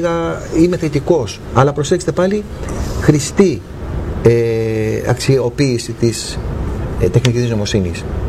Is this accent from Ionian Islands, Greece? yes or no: no; Mantineia, Peloponnese, Greece; εγώ κατάγομαι από τη Μαντινία, Αρκαδία, εκεί ακόμα είναι εντάξει